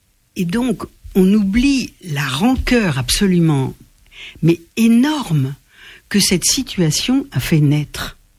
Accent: Morocco; born there; Alors, il se trouve que moi, je suis née au Maroc

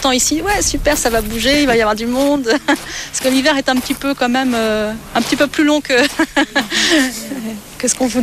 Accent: Pornichet, Pays de la Loire, France

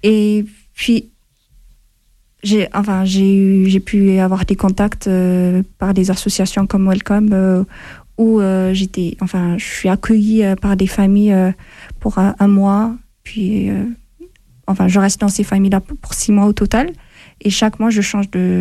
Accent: Ethiopia; French is a second language; now in France; j'ai 25 ans. Je viens de l'Éthiopie. J'ai suivi mes études, enfin, tout le long de. J'ai suivi un cursus français. C'est pour ça que je parle français. Normalement, on ne parle pas français en Éthiopie.

